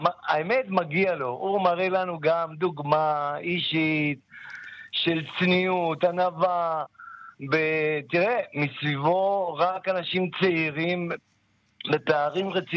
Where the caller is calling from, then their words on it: Northern Israel, Israel; פה אצלנו בצפון